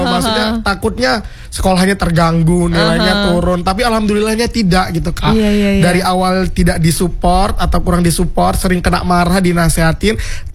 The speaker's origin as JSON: {"language": "Indonesian", "region": "Lampung", "country": "Indonesia", "said": "saya ini berada di daerah yang cukup pelosok. Dimana sih? Di Kabupaten Mesuji."}